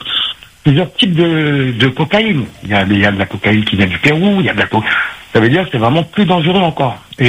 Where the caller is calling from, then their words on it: Paris, Île-de-France, France; Bonjour, j'appelle de Paris.